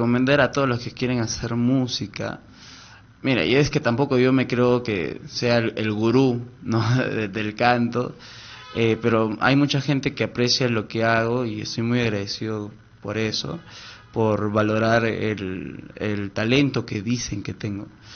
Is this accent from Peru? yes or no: yes; Huánuco, Peru